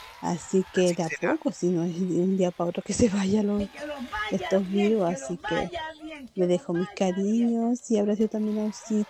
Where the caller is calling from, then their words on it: Santa Julia, Chile; de Santa Julia.